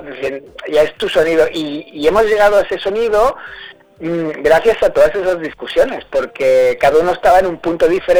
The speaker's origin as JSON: {"language": "Spanish", "region": "Catalonia", "country": "Spain", "said": "Además somos de la Costa Brava"}